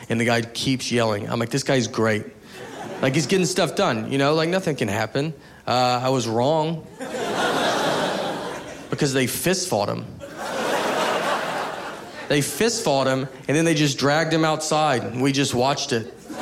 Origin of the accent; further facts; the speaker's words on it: the South, United States; Growing up in the South, no one honks ever.